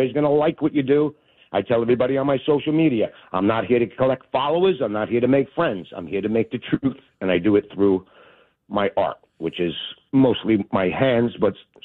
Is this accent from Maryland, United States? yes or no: no; New York City, New York, United States; I'm from Staten Island.